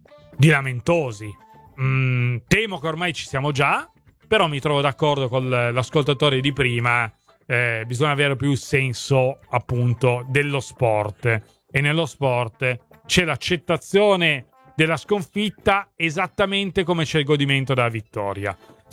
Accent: Turin, Piedmont, Italy; io sono di Torino, quindi se voglio vedere la Juve ci metto un quarto d'ora di macchina.

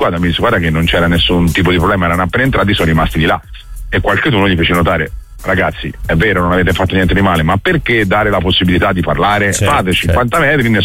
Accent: Florence, Tuscany, Italy; non noi come fiorentini, tutti, cioè noi siamo arretrati in generale

